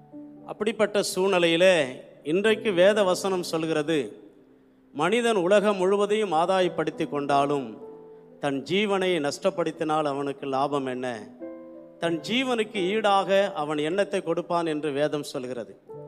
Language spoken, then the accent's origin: Tamil; Tamil Nadu, India; born there; நான் சிதம்பரத்திற்கும் அருகிலே ஒரு சாதாரணமான ஒரு குக்கிராமத்திலே இயேசுவை அறியாத குடும்பத்திலே நான் பிறந்தவன்.